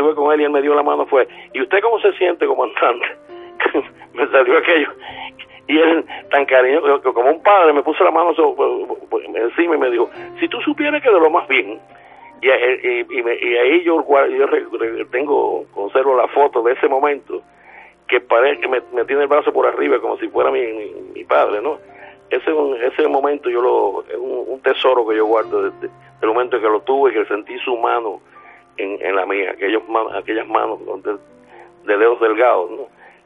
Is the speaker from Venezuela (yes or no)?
no; Oriente, Cuba; yo soy también de Oriente, cercano donde usted nació